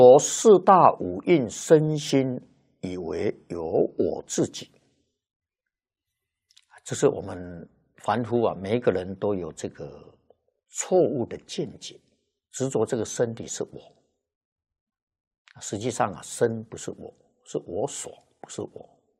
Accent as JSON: {"language": "Chinese", "country": "China", "said": "那么这个劫浊啊，就是我们中国人常讲的。"}